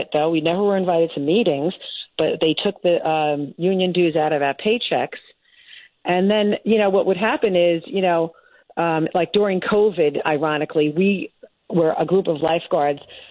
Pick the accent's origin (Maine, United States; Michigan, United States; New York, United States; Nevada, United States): New York, United States; Brooklyn; I grew up in Brooklyn, and, you know, I didn't take any nonsense from anyone.